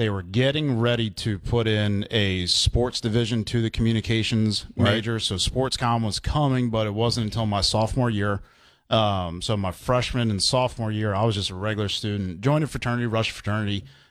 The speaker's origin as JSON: {"language": "English", "town": "Baltimore", "region": "Maryland", "country": "United States", "moved": "as an adult", "said": "I'm from Baltimore, huge Ravens fan"}